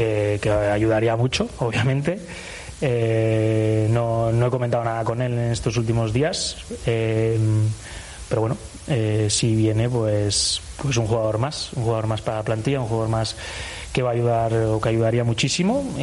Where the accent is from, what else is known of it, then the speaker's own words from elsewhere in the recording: Valencian Community, Spain; Al final yo soy valenciano, obviamente ese partido quiero ganar, pero también me considero valencianista